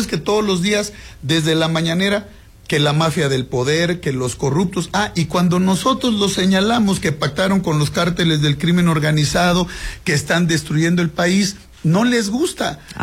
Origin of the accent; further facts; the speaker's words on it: Mexico; somos mexicanos